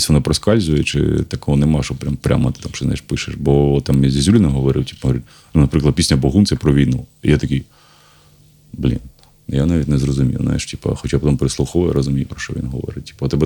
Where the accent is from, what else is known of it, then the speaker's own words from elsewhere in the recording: Kharkiv, Kharkiv Oblast, Ukraine; я харків'яни не знаю, що, але от коли люди приїжджають, мені дуже приємно, що моє місце